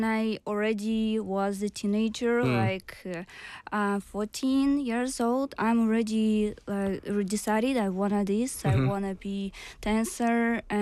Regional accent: Voronezh, Voronezh Oblast, Russia; English is a second language; My hometown Voronezh is central Russia, mm-hmm. not very far to Moscow.

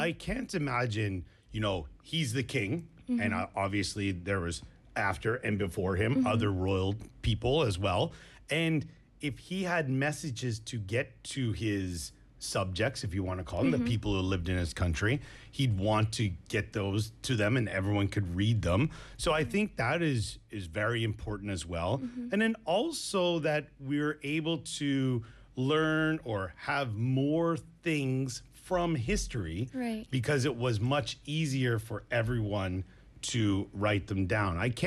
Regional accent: Canada; I'm from Canada

